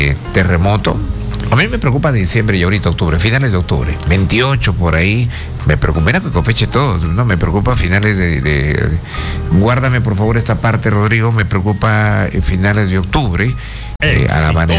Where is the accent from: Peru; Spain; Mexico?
Peru; Talara, Piura; Talara, mi tierra